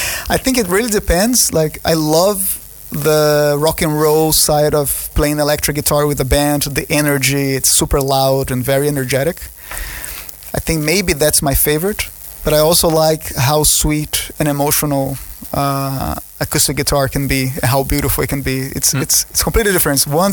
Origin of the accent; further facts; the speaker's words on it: Salvador, Bahia, Brazil; It's a luthier from Salvador, Bahia, Brazil, like my hometown.